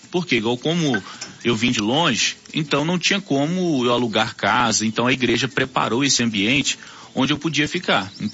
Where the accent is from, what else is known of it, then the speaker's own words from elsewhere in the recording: Minas Gerais, Brazil; É especial, é a minha terra natal. E não só também o povo mineiro, é todas as regiões do Brasil, mas eu tenho esse carinho especial por Minas Gerais, a região onde eu nasci.